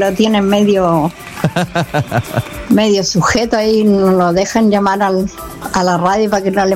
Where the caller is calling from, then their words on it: Cerrillos, Santiago Metropolitan Region, Chile; Sí, yo soy de acá, de Cerrillo.